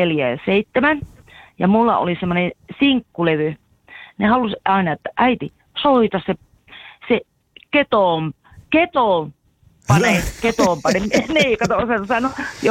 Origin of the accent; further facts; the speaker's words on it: Puolanka, Kainuu, Finland; moved away; mä oon Puolangalta kotosi.